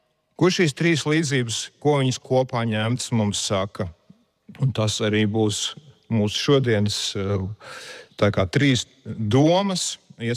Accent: Riga, Latvia; Mēs viestura uzaugām Rīgā blakus Biķernieku trasē

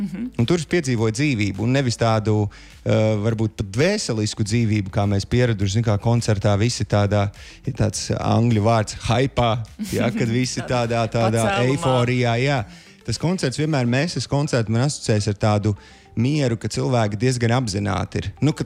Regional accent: Bauska, Bauska Municipality, Latvia; es nāku no Bauskas, no dzimtās pilsētas

